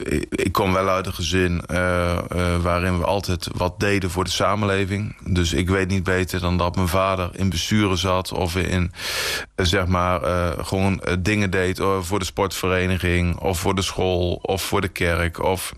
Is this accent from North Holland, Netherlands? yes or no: no; IJsselmuiden, Overijssel, Netherlands; Ja, kijk, ik kom uit IJsselmuiderkampen. Dus ik ben ook nog steeds kerkelijk actief. Wel echt in een christelijke gemeenschap opgegroeid.